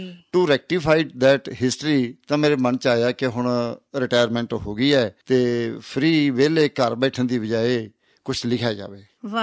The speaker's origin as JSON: {"language": "Punjabi", "town": "Malwala", "region": "Punjab", "country": "India", "tie": "born or raised there", "said": "ਮੈਂ ਹਮੇਸ਼ਾ ਬਠਿੰਡੇ ਨੂੰ ਹੀ ਪ੍ਰੈਫਰ ਕੀਤਾ, ਬਲਕਿ ਬਠਿੰਡੇ ਤੋਂ ਵੀ ਜ਼ਿਆਦਾ ਮੈਂ ਮੇਰੇ ਪਿੰਡ ਮਲਵਾਲਾ ਨੂੰ ਹੀ ਪ੍ਰੈਫਰ ਕਰਦਾ।"}